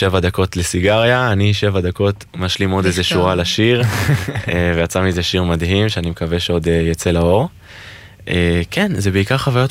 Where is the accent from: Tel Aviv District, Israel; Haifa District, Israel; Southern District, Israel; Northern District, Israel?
Northern District, Israel; בן 20, מקיבוץ בצפון, קיבוץ גבעת.